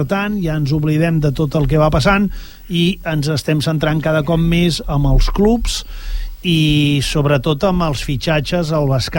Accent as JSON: {"language": "Catalan", "region": "Catalonia", "country": "Spain", "said": "pels que vivim aquí, que som catalanes i catalans"}